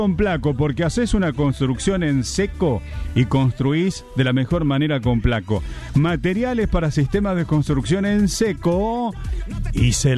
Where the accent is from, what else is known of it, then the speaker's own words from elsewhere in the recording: Selva, Santiago del Estero, Argentina; de Selva, en Santiago del Estero.